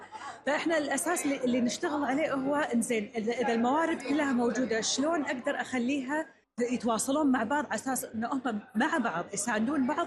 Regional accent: Kuwait; كمرأة كويتية

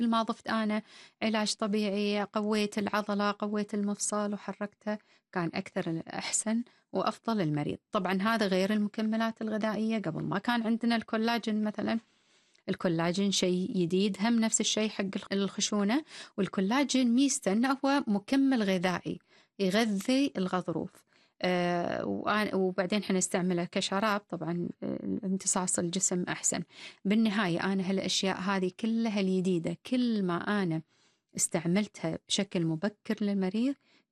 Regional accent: Kuwait; أنا كويتية وأن أنا أشتغل بالكويت.

